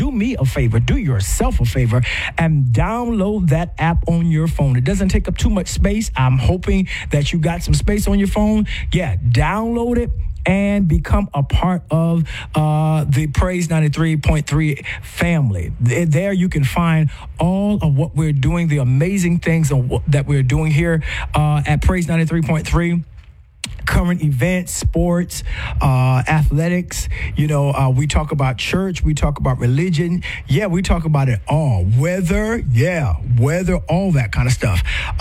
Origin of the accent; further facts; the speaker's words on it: Moncks Corner, South Carolina, United States; now in Tuscaloosa, United States; Monk's Corner, South Carolina, my hometown